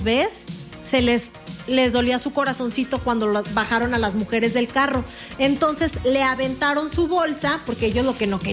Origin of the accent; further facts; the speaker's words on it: Reynosa, Tamaulipas, Mexico; somos de Reynosa, de allá de mi pueblo, así que yo soy